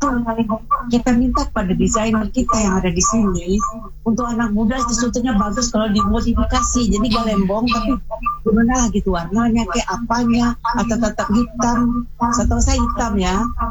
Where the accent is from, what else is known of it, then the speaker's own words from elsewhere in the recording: West Sumatra, Indonesia; Saya ini kan memang enggak besar di sini ya. Tapi saya orang Minang asli.